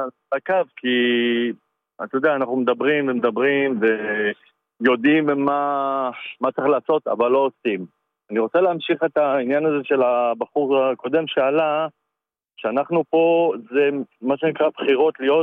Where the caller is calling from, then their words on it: Azor, Tel Aviv District, Israel; עזור, כן, עזור.